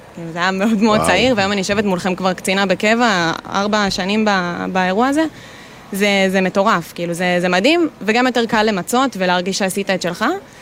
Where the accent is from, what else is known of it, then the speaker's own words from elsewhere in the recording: Northern Israel, Israel; now in Central Israel, Israel; אז אני במקום מהצפון, אני גרה במרכז